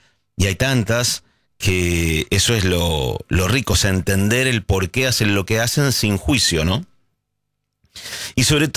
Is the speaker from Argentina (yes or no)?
yes; Argentina